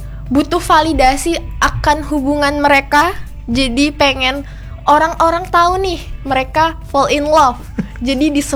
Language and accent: Indonesian; Sintang, West Kalimantan, Indonesia; Saya sebenarnya bukan dari Ponti juga, saya dari Sintang.